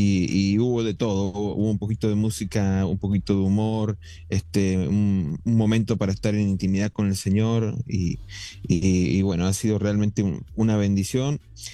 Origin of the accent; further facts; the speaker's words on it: Argentina; moved away as an adult; now in Guadalajara, Mexico; Soy argentino. Actualmente, desde hace 15 años, vivo en la ciudad de Guadalajara, Jalisco, México.